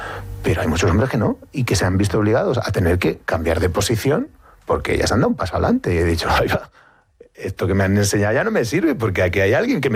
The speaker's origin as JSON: {"language": "Spanish", "town": "Getafe", "region": "Community of Madrid", "country": "Spain", "tie": "born or raised there"}